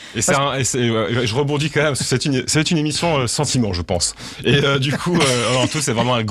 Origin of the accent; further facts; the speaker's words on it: Reims, Grand Est, France; born there; Je suis né à Reims, oui.